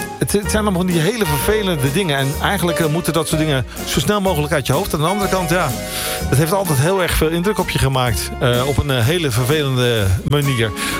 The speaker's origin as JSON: {"language": "Dutch", "town": "Amsterdam", "region": "North Holland", "country": "Netherlands", "tie": "born or raised there", "said": "nou ben ik zelf al grootgebracht in de Amsterdamse zandbak."}